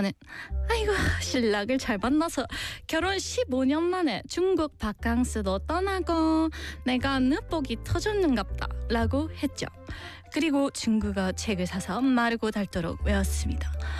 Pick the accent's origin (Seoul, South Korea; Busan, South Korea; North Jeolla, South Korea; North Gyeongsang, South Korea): Busan, South Korea; 부산 토박이인 저는 해외로 가려면 경비가 억수로 많이 들긴데